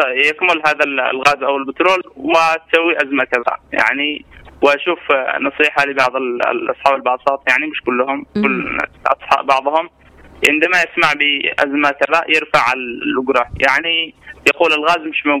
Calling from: Taiz, Taiz Governorate, Yemen

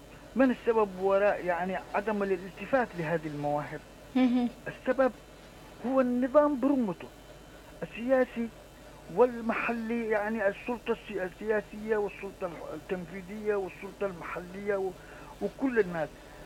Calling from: Yemen

